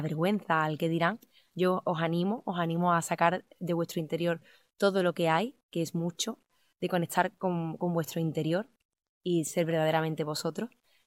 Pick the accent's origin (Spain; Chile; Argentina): Spain; Seville, Andalusia; Soy una poeta sevillana